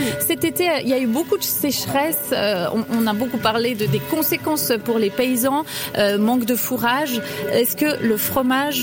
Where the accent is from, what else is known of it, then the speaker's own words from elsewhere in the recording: Fribourg, Switzerland; comme je suis fribourgeoise aussi